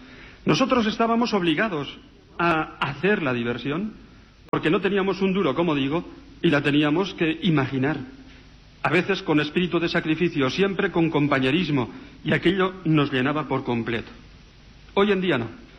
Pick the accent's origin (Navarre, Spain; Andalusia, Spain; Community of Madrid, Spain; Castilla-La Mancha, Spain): Navarre, Spain; Muchos me dicen que en vacaciones, en mi pueblo, fijaros, yo soy un pueblo de la Ribera de Navarra, rico, pero inculto